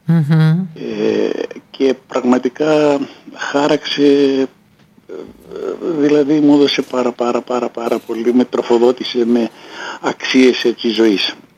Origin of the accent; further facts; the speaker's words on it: Thessaloniki, Central Macedonia, Greece; Εγώ γεννήθηκα και μεγάλωσα στο Κρυονέρι της Ανοτούμπας